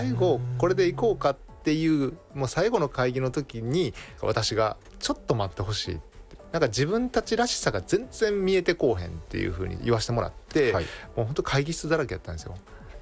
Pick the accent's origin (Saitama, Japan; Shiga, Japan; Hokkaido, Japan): Shiga, Japan; Takashima; 地元高島はね、うん、あの消滅可能性都市に滋賀県唯一ですかね